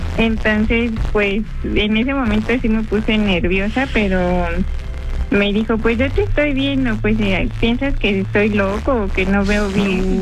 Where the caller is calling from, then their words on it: Álvaro Obregón, Mexico City, Mexico; Soy del Álvaro Obregón